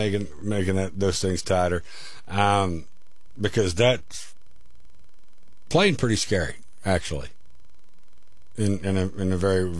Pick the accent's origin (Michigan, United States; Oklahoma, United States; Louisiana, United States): Oklahoma, United States; Norman; growing up in Norman, I think they had like 5 cabs.